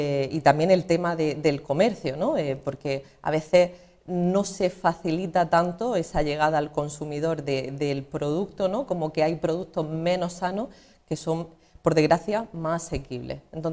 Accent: El Ejido, Andalusia, Spain; yo vengo de una pedanía del Ejido, de La Noria

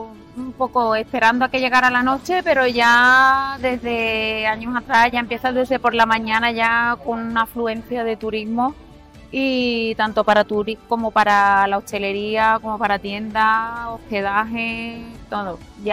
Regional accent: Vejer de la Frontera, Andalusia, Spain; Yo soy de aquí de Vejer y vamos, totalmente cada año que pasa, más afluencia.

